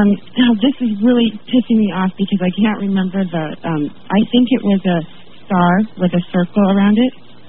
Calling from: Auburn, Washington, United States; I'm from Auburn, Washington.

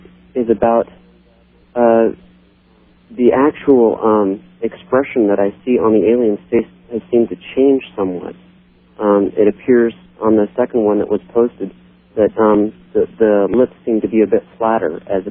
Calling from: Oregon, United States; I am from Oregon, the great state just below Washington.

